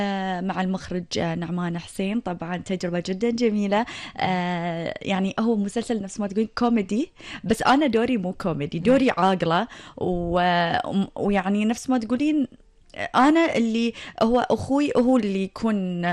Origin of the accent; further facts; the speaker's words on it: Bahrain; accent: neutral Gulf; وأنا شوي صايرة لهجتي بيضة أكثر من ما هي بحرينية أو خلينا نقول كويتية أو سعودية، يعني صايرة لهجتي بيضة